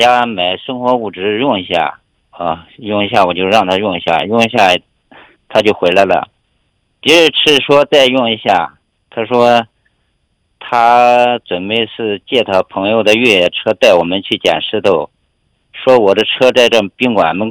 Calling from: Henan, China; 我就是河南的，来新疆自驾游

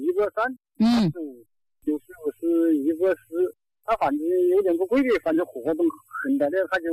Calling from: Dong'an County, Hunan, China; 我是东安县。

